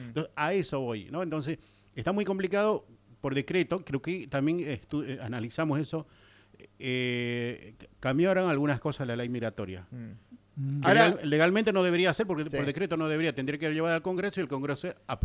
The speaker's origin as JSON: {"language": "Spanish", "country": "Bolivia", "moved": "yes", "lives_now": "Argentina", "said": "acá en la Argentina está el bolita, como yo soy boliviano"}